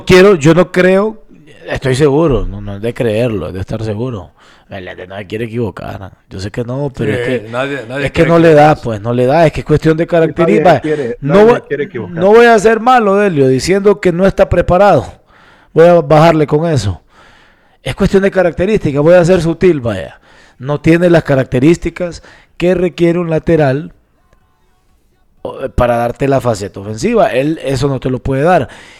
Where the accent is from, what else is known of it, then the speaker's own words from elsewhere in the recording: Honduras; no soy el único hondureño que lo piensa